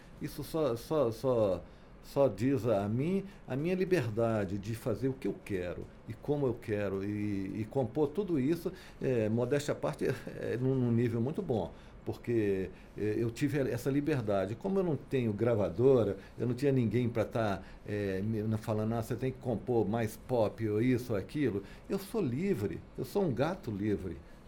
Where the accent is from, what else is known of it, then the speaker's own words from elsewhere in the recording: Brazil; o fato de ser brasileiro, mas trazer um pouco essa herança da Europa